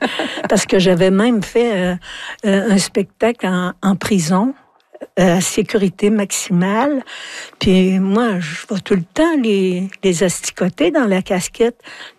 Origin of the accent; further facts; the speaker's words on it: Quebec, Canada; now in Montreal, Canada; chez nous, en Abitibi, on est proche des gens. T'sais. Quand je suis arrivée à Montréal, je trouvais que les gens, ils se parlaient pas